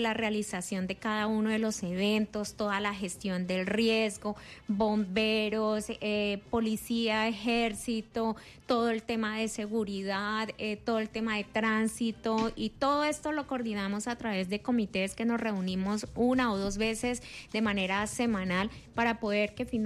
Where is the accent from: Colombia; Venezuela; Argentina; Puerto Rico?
Colombia; Neiva, Huila; lo que realmente somos los huilenses y los neivanos